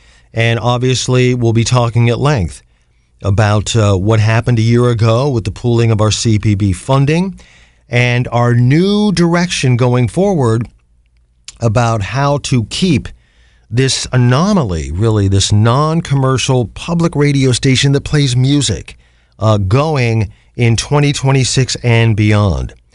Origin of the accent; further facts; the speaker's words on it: Canton, Ohio, United States; Non-commercial public radio for Akron and my hometown of Canton, the Hall of Fame city at 91.3 FM. And a proud graduate of St. Thomas Aquinas High School.